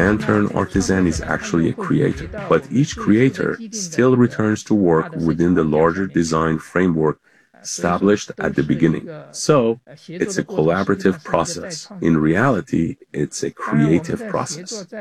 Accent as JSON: {"language": "English", "town": "Zigong", "region": "Sichuan", "country": "China", "said": "I'm from Zigong. In this place, it's lantern tradition, it's history. It actually goes back close to 1,000 years."}